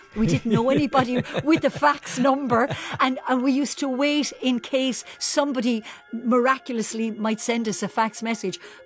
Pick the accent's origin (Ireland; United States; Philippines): Ireland; Clonmel, Munster; now in Cork, Ireland; Well, I come from a beautiful little place called Clun Mála, the Meadow of Honey in County Tipperary. Now, the blood is Cork. Both of my parents, my dad is from Donerail in County Cork, and my mother's from a place called